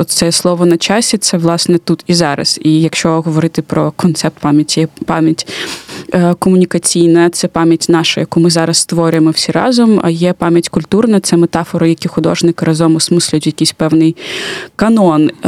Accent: Kharkiv, Kharkiv Oblast, Ukraine; для мене як харків'янки

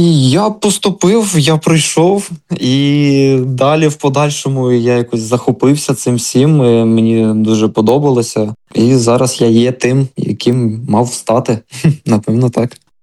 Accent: Volyn Oblast, Ukraine; Я, як зрозуміло із мого позивного, я із Волині.

